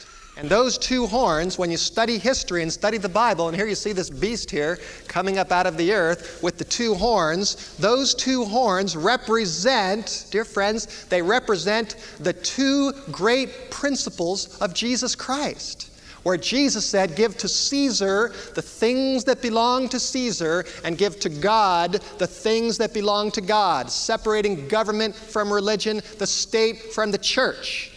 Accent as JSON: {"language": "English", "country": "United States", "said": "I enjoy the freedom that we have here, and other countries, other parts of the world have never had the kind of freedom that we have here in America."}